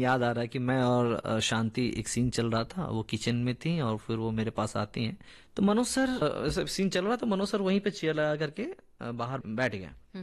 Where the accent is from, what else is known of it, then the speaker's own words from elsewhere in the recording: Bihar, India; मैंने कहा सर मैं तो बिहार से हूँ।